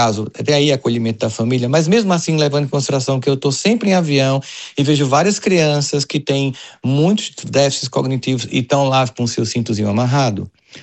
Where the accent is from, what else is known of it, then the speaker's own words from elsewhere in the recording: Brazil; Nossa, enquanto brasileiro